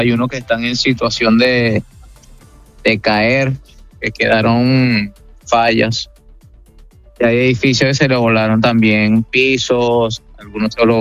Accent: Maracay, Aragua, Venezuela; Soy de Maracay, estado de Aragua, de aquí Venezuela.

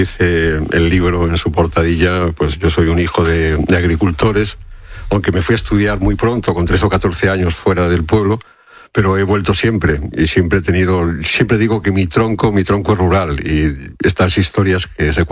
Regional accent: Fermoselle, Castile and León, Spain; born there; moved away; Eso es una casa de mi pueblo, de Fermosella.

